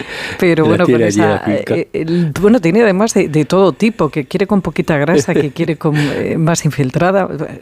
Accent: Alicante, Valencian Community, Spain; Y soy de Alicante.

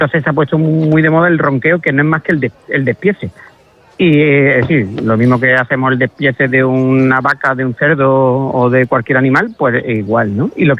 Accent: Villanueva, Andalusia, Spain; Yo digo que Villanueva está a 40 kilómetros de todo, porque está a 40 kilómetros de Huelva capital, está a 45 de Sevilla, está a 42 del Rocío, está a 40 kilómetros

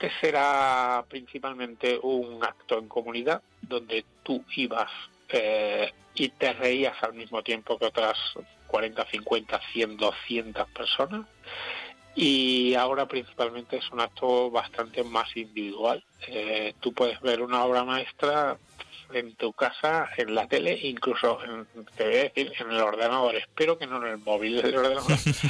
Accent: Martos, Andalusia, Spain; yo tengo 55 años y he pasado por, yo me he alimentado del cine al principio en mi pueblo, en Martos, en Jaén

